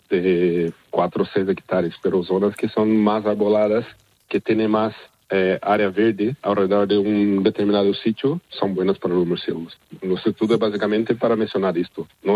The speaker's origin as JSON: {"language": "Spanish", "country": "Brazil", "second_language": "Spanish", "said": "Yo estaba en máster en Brasil, yo soy brasileño."}